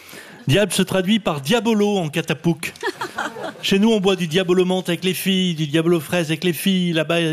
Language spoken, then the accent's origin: French; France; Comme on dit chez moi en France, c'est comme l'autoroute, ça se paie à la sortie.